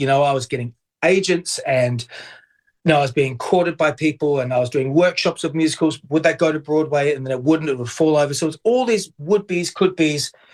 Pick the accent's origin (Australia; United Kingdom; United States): Australia; moved away as an adult